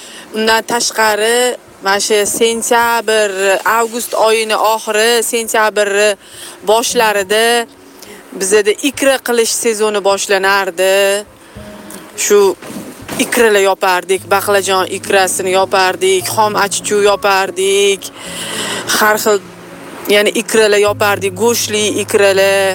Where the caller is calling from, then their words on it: Tashkent, Uzbekistan; Yunusoboddan